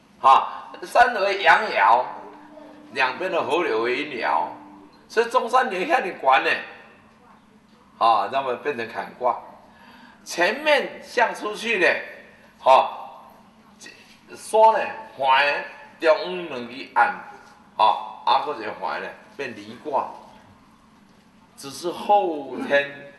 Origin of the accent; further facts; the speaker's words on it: Taiwan; born there; 我们出生在我们在台湾